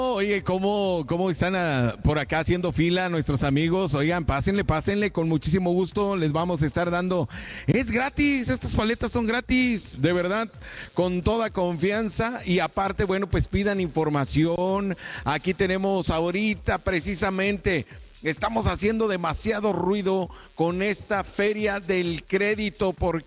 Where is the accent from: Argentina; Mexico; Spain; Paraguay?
Mexico; Soto La Marina, Tamaulipas; yo soy de Soto La Marina, pero me interesa la información